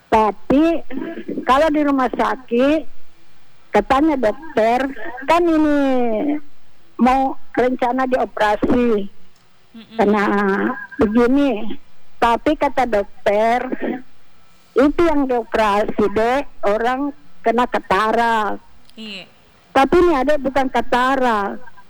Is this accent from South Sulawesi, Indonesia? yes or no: yes; South Sulawesi, Indonesia; Saya kan asli Macini. Di Macini saya lahir.